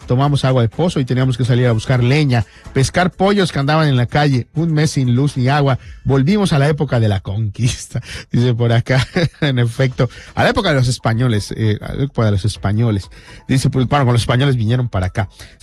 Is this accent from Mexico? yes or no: yes; Mexico; como mexicanos tenemos también esta, ahora sí que ADN